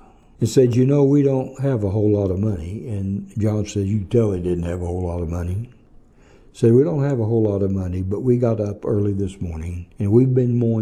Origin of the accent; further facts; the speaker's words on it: Arkansas, United States; I'm from Arkansas.